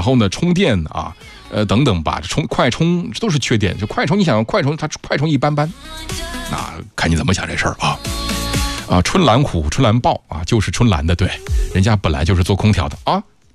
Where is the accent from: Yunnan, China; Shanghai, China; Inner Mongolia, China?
Inner Mongolia, China; moved away; 就是因为我是来自内蒙的